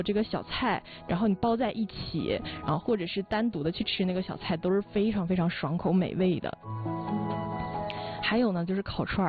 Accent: Jilin, China; now in Yanji, China; 我作为一个外地人，而且呢我家也是吉林的

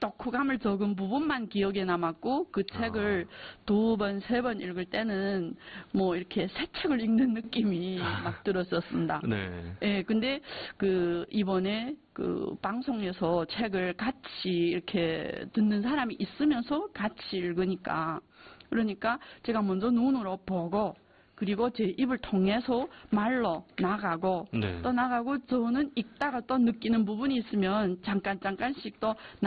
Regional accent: China; 우리는 조선족이라서 지금까지, 이전까지 계속 조선말로 학교를 다녔었고

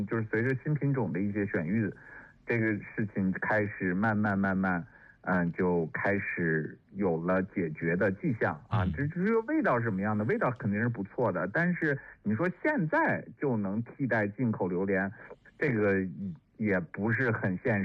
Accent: China; 我们中国人

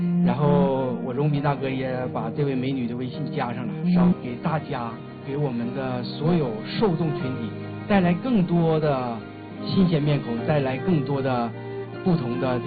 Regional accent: China; 我们的生在一个和平，生在一个泱泱大国，是不是？我们真的作为中国人

